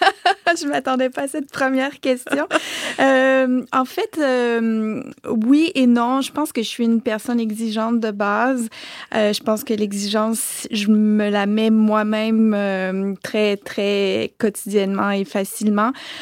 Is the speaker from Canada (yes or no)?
yes; Montreal, Quebec, Canada; que mon père commençait à travailler dans cette nouvelle université qu'on ouvrait et voilà. Donc, j'ai grandi à Montréal à partir de là.